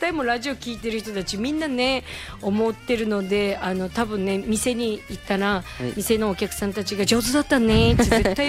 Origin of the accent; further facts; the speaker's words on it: Uken, Kagoshima, Japan; はい、生まれ育ったところで、もう本当にとっても素敵な場所なのでね。宇検村ね、検問がいるっちば。